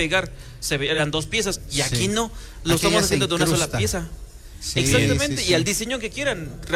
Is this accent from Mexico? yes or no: yes; San Nicolás de los Ranchos, Puebla, Mexico; Bueno, nosotros somos la cultura de las piedras, que somos originarios de San Nicolás de los Ranchos.